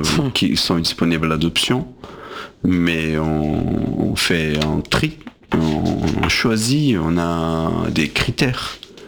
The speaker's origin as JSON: {"language": "French", "country": "Brazil", "second_language": "French", "said": "Il y a un dicton, il me semble, ça, il y en a aussi bien en portugais, là d'où je viens, du Brésil"}